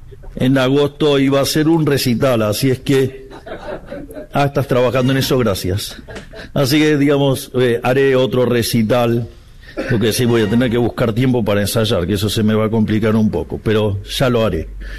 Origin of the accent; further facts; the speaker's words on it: Argentina; Si como argentinos admiramos tanto a Borges